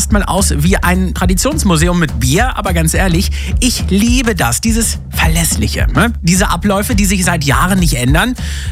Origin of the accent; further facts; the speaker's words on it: Garbsen, Lower Saxony, Germany; Ich war am Wochenende nach langer Zeit mal wieder zu Hause und mit zu Hause meine ich in meinem Heimatdorf Mainfeld, ne, in Garbsen.